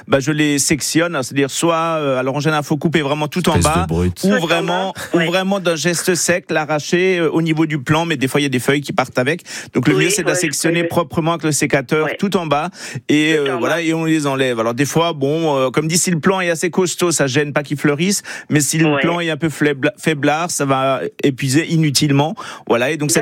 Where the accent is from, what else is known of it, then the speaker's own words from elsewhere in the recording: Grand Est, France; Et chez nous, en Alsace, on a une sorte qu'on a appelée Alsace qui existe que chez nous.